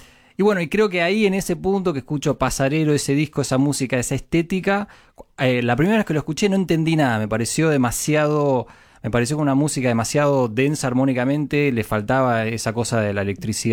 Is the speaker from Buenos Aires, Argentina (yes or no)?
yes; Buenos Aires, Argentina; moved away as an adult; also born or lived in California, United States; now in United States; papá es argentino, mi mamá es uruguaya, se conocieron en California. Ahí nacimos yo y mi hermano más grande. Y después cuando yo tenía 6 nos vinimos a la Argentina, a Buenos Aires, donde me crié, fui al colegio. Hice la primera comunión.